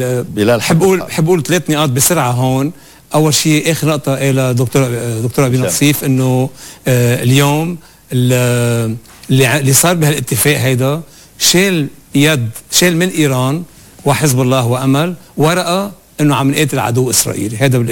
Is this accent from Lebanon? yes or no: yes; Lebanon